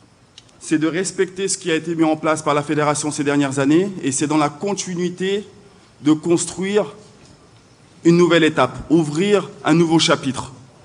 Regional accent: Dakar, Senegal; born there; moved away; je suis né ici à Dakar, mes parents sont nés à Dakar, toute ma famille, mon histoire est ici à Dakar.

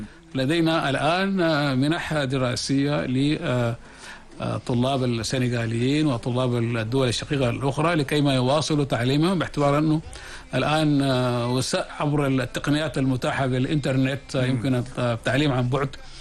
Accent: Sudan; moved away as an adult; now in Senegal; أنا سوداني أنا.

